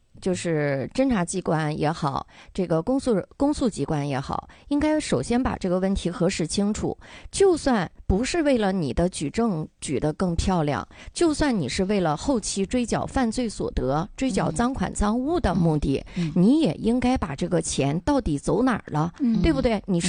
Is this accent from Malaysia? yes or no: no; Northeast China, China; accent: Northeastern; 就是咱们东北话说叫看眼的老百姓，可能我也是东北的律师，嗓门也大，说话可能也脆